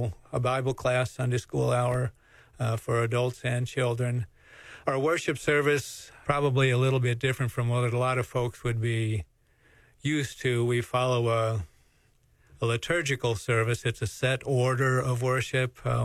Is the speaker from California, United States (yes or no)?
no; Nebraska, United States; now in Johnson City, United States; I came here from Nebraska, where you couldn't throw a rock without hitting a Lutheran